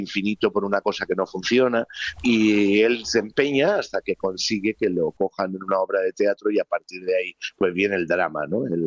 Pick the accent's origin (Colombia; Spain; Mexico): Spain; Málaga, Andalusia; now in Madrid, Spain; yo soy de Málaga, pero yo no me reúno con tantos actores malagueños.